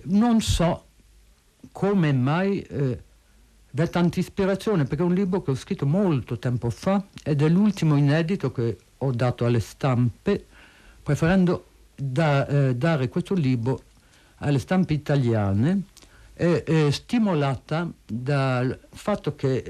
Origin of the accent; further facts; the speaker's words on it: Paris, Île-de-France, France; first language French; Italian is a second language; io sono nata a Parigi e nell'ambiente ha parlato era francese fino ai miei 9 anni.